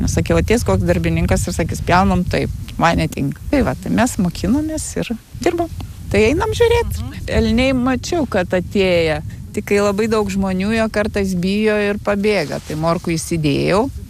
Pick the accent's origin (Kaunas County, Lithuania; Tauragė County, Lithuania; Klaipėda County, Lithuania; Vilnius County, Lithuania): Vilnius County, Lithuania; Vilnius; moved away as an adult; Tai mes pabėgom iš Vilniaus. Vyras iš Kauno, aš iš Vilniaus, bet visą laiką Vilniuje gyvenom ir dirbom.